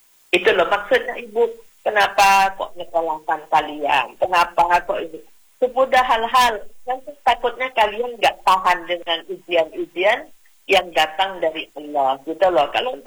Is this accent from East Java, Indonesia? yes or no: yes; East Java, Indonesia; Walaupun saya dari Madura ya, ada unggah-ungguhnya.